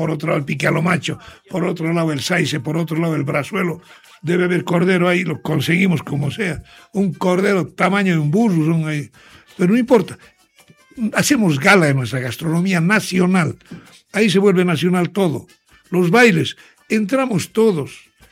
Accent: Bolivia; Es esa virtud de que no hay regionalismos. Todos somos bolivianos.

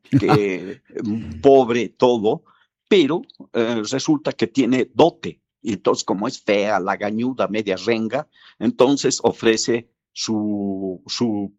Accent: Bolivia

